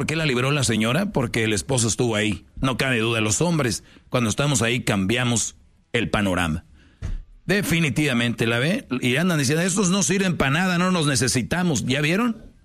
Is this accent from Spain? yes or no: yes; Spain; No soy tan tonto como tú.